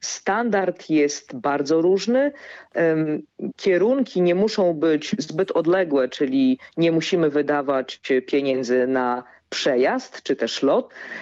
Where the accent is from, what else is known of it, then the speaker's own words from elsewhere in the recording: Podlaskie Voivodeship, Poland; ja jestem z urodzenia i zamieszkania Podlasianką.